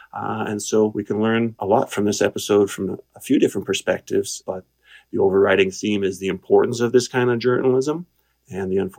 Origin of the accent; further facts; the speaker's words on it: Alberta, Canada; I was born and raised in Alberta.